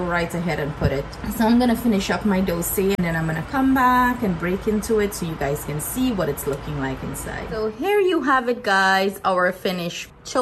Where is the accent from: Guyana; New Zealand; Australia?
Guyana; now in United States; in Guyana, we used to say dosa or chota roti.